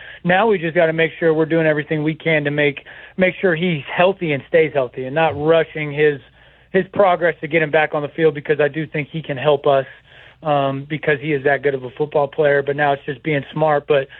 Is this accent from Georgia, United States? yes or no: no; San Joaquin Valley, California, United States; born there; also born or lived in Bakersfield, California / Coalinga, California; I'm a Valley guy. I was born in Bakersfield.